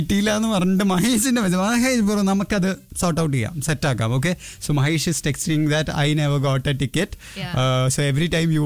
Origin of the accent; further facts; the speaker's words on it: Thiruvananthapuram, Kerala, India; Proud to be a Trivandra. Trivian.